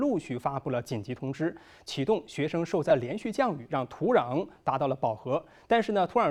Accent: Dalian, Liaoning, China

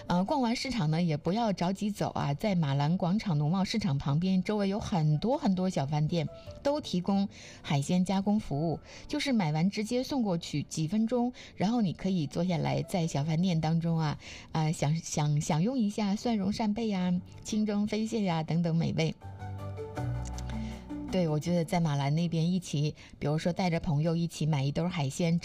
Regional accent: Dalian, Liaoning, China; 所谓叫我们大连人说都是自己家的渔船啊

